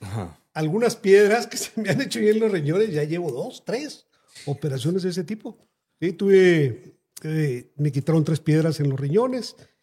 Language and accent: Spanish; Basúchil, Chihuahua, Mexico; Yo soy de Basúchil